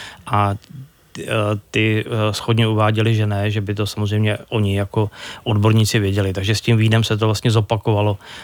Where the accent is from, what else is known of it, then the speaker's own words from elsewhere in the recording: Plzeň, Plzeň Region, Czechia; Tak já jsem původem z Plzně, takže spíš tíhnu pivu.